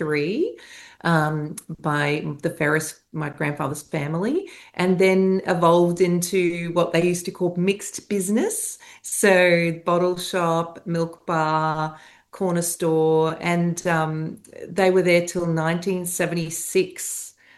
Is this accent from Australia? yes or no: yes; Australia; growing up in Australia, of from the Greek diaspora and the Asia Minor diaspora